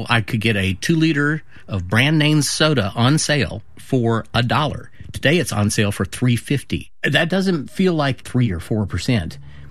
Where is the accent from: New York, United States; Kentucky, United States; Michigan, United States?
Kentucky, United States; Louisville; from Louisville.